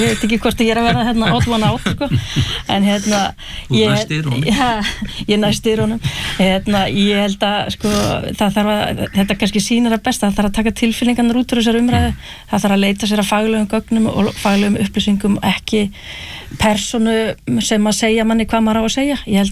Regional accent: Hrísey, Northeastern Region, Iceland; ég bara ólst upp í Hrísu og horfði á sjávarútveginn þar hrynja

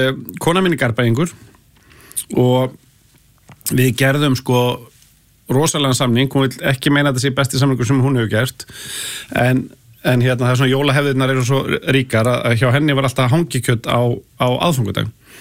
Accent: Hafnarfjörður, Capital Region, Iceland; Ég er alinn upp í Hafnarfirði ég er haffyrringur í húð og hár

